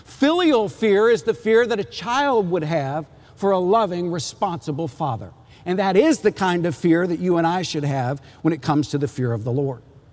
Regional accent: Texas, United States; Well, I grew up in West Texas

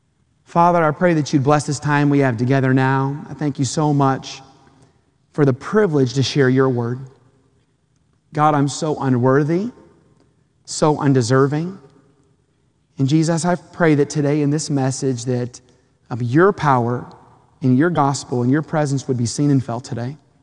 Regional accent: Chicago, Illinois, United States; born there; now in California, United States; I'm originally from Chicago, so I keep my roots from Chicago. When you're born somewhere and you're diehard with your state, you love the stuff there.

